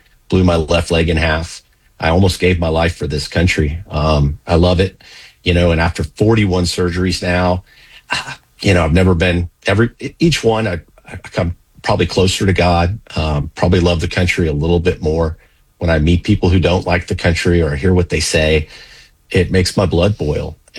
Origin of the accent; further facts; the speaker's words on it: Martin County, Florida, United States; I grew up in Martin County. I'm a son of a Marine. I've got three brothers.